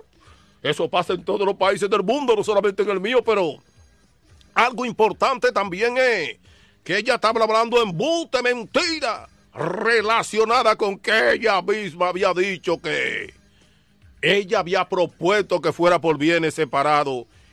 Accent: Dominican Republic; now in Boston, United States; Tanto problema que tiene mi tierra, señores.

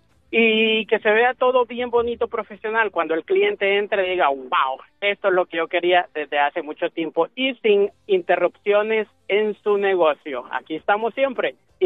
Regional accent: El Salvador; moved away; en mi país, El Salvador

